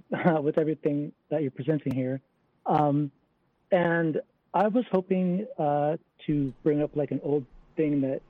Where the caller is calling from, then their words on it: Bremerton, Washington, United States; I'm from Bremerton.